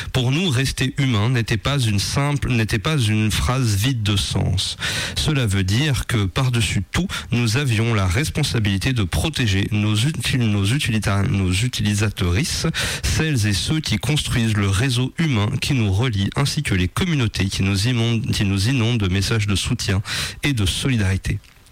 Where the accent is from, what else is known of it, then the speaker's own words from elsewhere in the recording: Italy; accent: Italian; French is a second language; comme vous l'aurez deviné à mon horrible accent italien